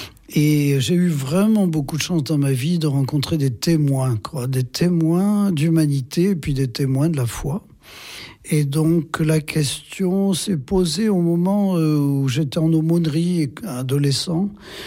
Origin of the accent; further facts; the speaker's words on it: Limoges, Nouvelle-Aquitaine, France; Oui, je suis originaire du Limousin, de Limoges même, oui, oui, oui.